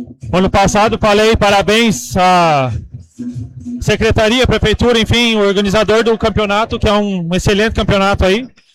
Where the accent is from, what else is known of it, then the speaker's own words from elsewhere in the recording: Carazinho, Rio Grande do Sul, Brazil; Sou de Carazinho.